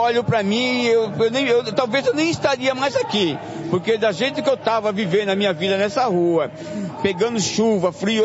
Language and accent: Portuguese; Pernambuco, Brazil; now in São Paulo, Brazil; Eu sou de Pernambuco, né? Mas eu estou aqui em São Paulo já há algum tempo.